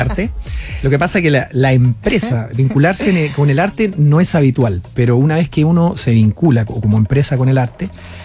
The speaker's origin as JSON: {"language": "Spanish", "country": "Chile", "said": "nosotros como chilenos"}